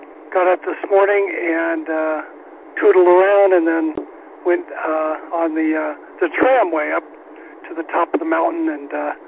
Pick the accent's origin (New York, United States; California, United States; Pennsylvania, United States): California, United States; Santa Barbara; born or raised there